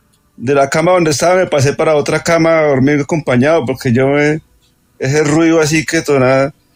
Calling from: Medellín, Antioquia, Colombia; Pues yo estoy acá de Medellín.

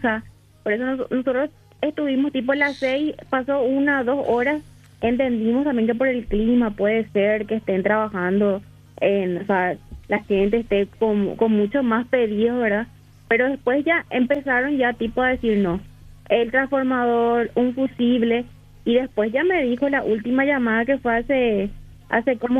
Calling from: Asunción, Paraguay; Soy de Ceballos, pues, de Asunción.

